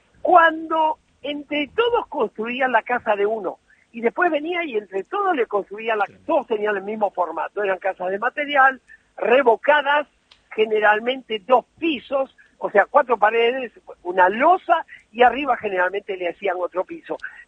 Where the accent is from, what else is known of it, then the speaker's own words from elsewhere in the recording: Boulogne Sur Mer, Buenos Aires Province, Argentina; also born or lived in Barracas, Buenos Aires; yo nací en Barracas, pero me crié en Boulogne. En Boulogne, cuando yo fui a vivir ahí, era un lugar muy descampado y había una gran cantidad de italianos.